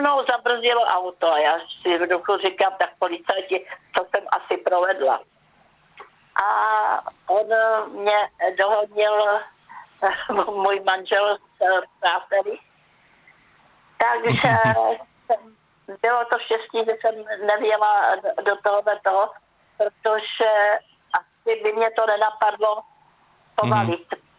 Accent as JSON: {"language": "Czech", "town": "Hradec Králové", "region": "Hradec Králové Region", "country": "Czechia", "tie": "born or raised there", "said": "já jsem jako rodilá Hradečanda"}